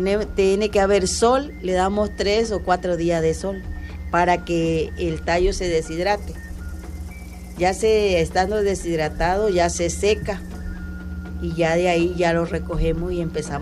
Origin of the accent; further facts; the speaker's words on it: Tabasco, Mexico; soy de la ranchería Barrancas Iguanal Tintillo, primera sección, de aquí del municipio del centro.